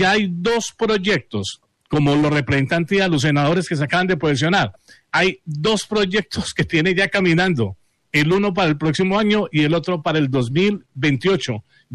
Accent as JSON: {"language": "Spanish", "town": "Pereira", "region": "Risaralda", "country": "Colombia", "said": "Somos colombianos, pero somos de Pereira."}